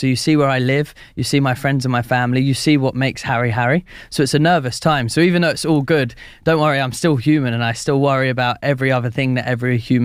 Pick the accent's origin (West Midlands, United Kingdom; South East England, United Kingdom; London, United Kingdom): South East England, United Kingdom; Slough; growing up in Slough, it's a crazy place.